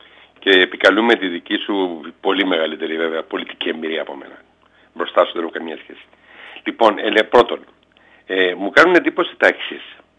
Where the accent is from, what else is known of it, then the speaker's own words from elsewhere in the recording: Corfu, Ionian Islands, Greece; δεν έχουμε απευθείας πτήσεις από την Κέρκυρα για το Λονδίνο, ακολουθώ το αεροδρόμιο Θεσσαλονίκης.